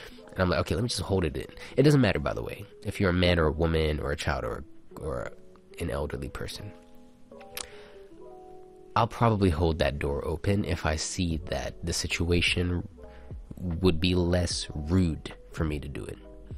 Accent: Oman; first language English; I'm an Omani, but I spent a lot of my life being half Omani, right? So I'm half Omani, half Filipino, and my parents didn't speak each other's languages. So my mom didn't speak Arabic and my dad didn't speak Tagalog, but they both spoke in English.

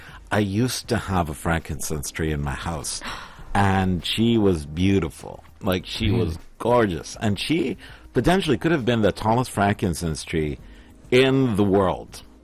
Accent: Salalah, Dhofar, Oman; I'm from Salada.

